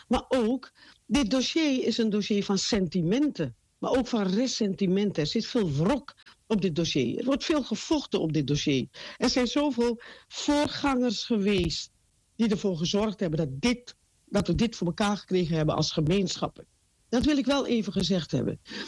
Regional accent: Paramaribo, Suriname; now in Netherlands; Ik ben geboren in Abrabroodje in Suriname. Ik kom uit een van de armste wijken van Paramaribo.

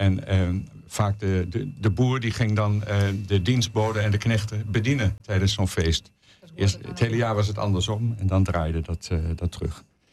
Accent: Gelderland, Netherlands; born there; in mijn geboortestreek, in de Achterhoek, heel veel school- en volksfeesten.

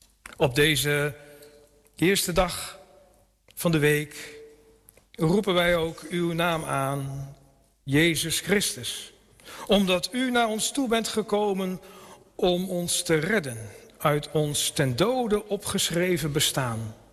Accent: Almelo, Overijssel, Netherlands; accent: Twents; also born or lived in Nijmegen / Wageningen; now in Ede, Netherlands; ik woon in Ede. Maar oorspronkelijk kom ik uit Twente. Uit een stad met een heel beroemd stoplicht. Ja, Almelo. Dus, mangs praat ik Twents. Maar ik ken ik een liedspietje Friers

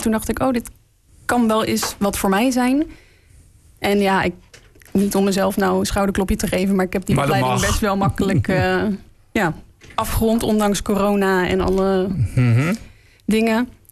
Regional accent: Schiedam, South Holland, Netherlands; Ja, dat is denk ik als Schiedammer heel leuk nieuws om te krijgen.

